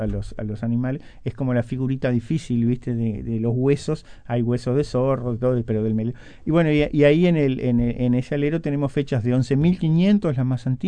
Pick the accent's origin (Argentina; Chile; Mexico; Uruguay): Uruguay; Rivera; yo estudiaba escribanía, sos de Rivera, vine a estudiar escribanía